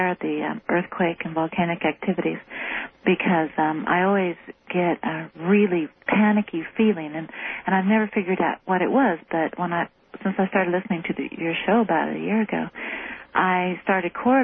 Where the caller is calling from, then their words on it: Oklahoma, United States; from Oklahoma.